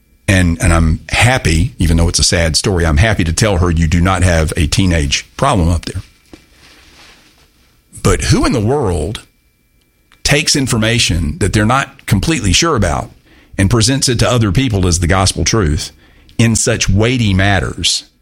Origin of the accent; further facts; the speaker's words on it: Augusta, United States; We're all from the Augusta metro area. And I'm very proud of that.